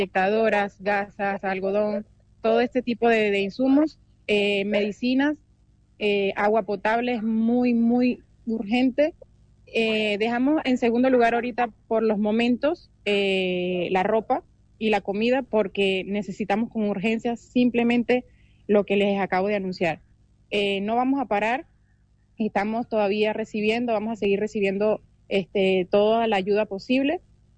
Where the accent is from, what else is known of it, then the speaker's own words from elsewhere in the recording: Caracas, Capital District, Venezuela; now in Tacuarembó, Uruguay; yo soy de Caracas, donde hubo grandes daños.